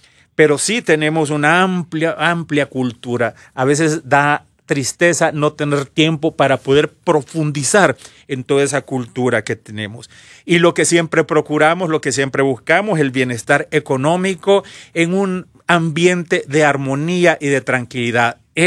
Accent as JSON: {"language": "Spanish", "country": "Honduras"}